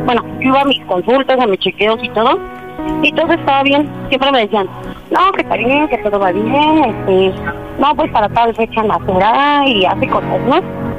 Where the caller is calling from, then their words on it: Ecatepec, State of Mexico, Mexico; Tengo 30 años, soy de aquí de Catepec.